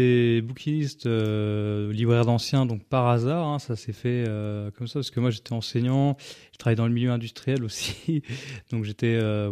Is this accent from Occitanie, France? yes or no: no; Fontenoy-la-Joûte, Grand Est, France; Ah, moi, je suis né à Fontenoy-la-Joûte, donc j'étais là avant le village du livre.